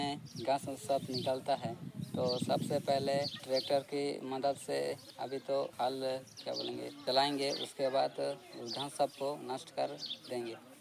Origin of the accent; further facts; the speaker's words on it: Sini Siddhma, Jharkhand, India; और हम सिनी सिद्धमा गांव से हैं और जिला है सरायकेला खरसवां।